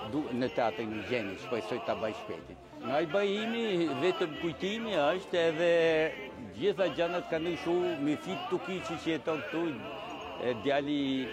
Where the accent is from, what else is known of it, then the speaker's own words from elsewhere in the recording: Shkodër, Shkodër County, Albania; accent: Shkodran; now in Tirana, Albania; Shkodran i vërtet jam unë, a i ka linë Tiran me gjithë motën, dhe ju e shqipën dhe dialektin, unë e kam Shkodran, sepse ne në familje kemi folë gjithë motë Shkodran